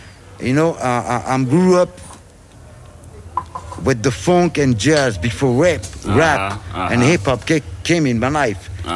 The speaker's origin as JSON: {"language": "English", "town": "Liège", "region": "Wallonia", "country": "Belgium", "second_language": "English", "said": "Bro. I'm from Liège. You know."}